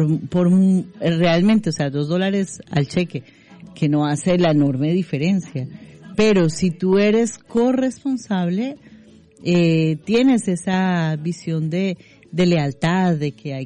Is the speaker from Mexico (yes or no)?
no; Colombia